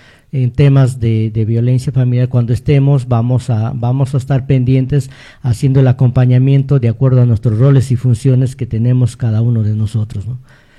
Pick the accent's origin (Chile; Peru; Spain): Peru; como peruanos cumplir con nuestro deber cívico